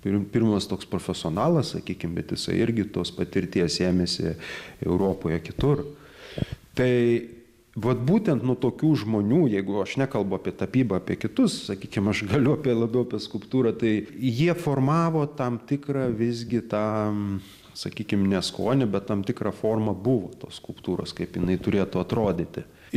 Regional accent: Telšiai, Telšiai County, Lithuania; born there; moved away as an adult; now in Kaunas, Lithuania; įstojau į Kauną į magistrantūrą ir pasilikau Kaune. Tai čia, taip pajokaujant, gimiau Telšiuose

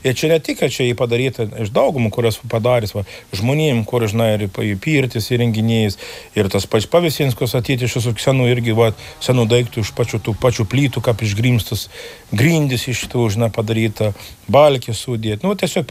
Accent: Viekšniai, Telšiai County, Lithuania; Jo, aš esu Viekšnius, kadangi aš sakau, aš esu Viekšniškis ir aš kaip, nu, sakau visiems ir sakau, aš iš Viekšnių niekur nekuis nekels

